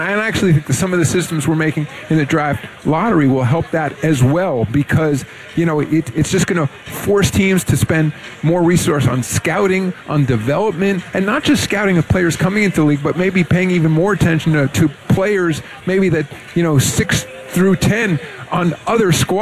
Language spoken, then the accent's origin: English; New York City, New York, United States; I'm a New Yorker, you know, so, and I was alive for the last two, you know, so I was around.